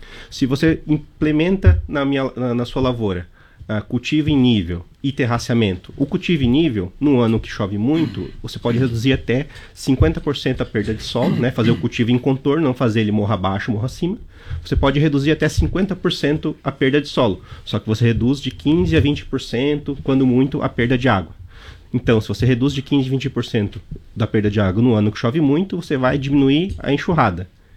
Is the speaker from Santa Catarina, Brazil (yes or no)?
yes; Santa Catarina, Brazil; moved away as an adult; now in Western Santa Catarina, Brazil; eu não sou natural do Alto, eu não sou natural aqui do Oeste, Santa Catarina, né? Eu sou natural do Alto Vale Itajaí